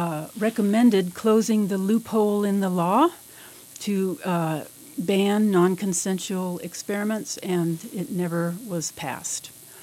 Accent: Sacramento, California, United States; born there; now in Davis, United States; I was born in Sacramento. I came to Davis to go to school.

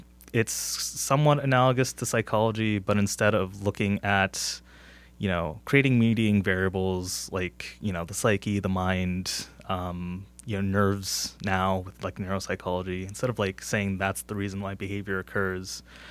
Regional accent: Gainesville, Florida, United States; also born or lived in New Jersey; Let's see, I am from Florida, Gainesville, Florida, actually. Raised up there, born in New England, actually. It's pretty funny.

